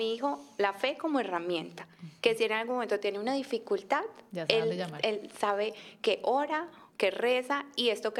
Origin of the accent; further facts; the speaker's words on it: Medellín, Antioquia, Colombia; moved away; yo soy de Medellín